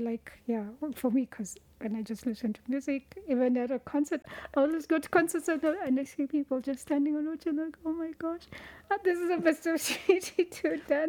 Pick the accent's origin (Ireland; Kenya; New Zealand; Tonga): Kenya; Western